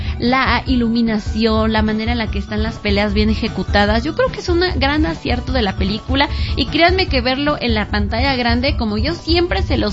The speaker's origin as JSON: {"language": "Spanish", "country": "Mexico", "said": "Ya saben cómo somos el público mexicano."}